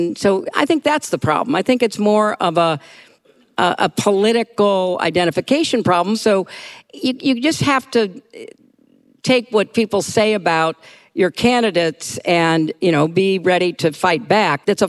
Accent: New York, United States; But I'm not a Mainer. I'm a New Yorker.

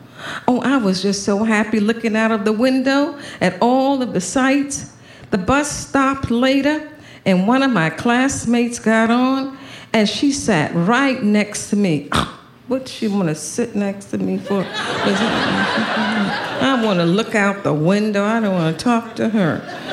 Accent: Savannah, Georgia, United States; I grew up in Savannah, Georgia, in the deep, deep South.

